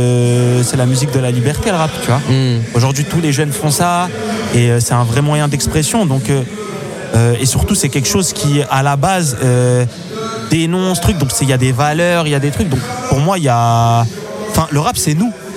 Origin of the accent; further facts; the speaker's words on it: Paris, Île-de-France, France; Je viens des Fougères dans le 20e arrondissement.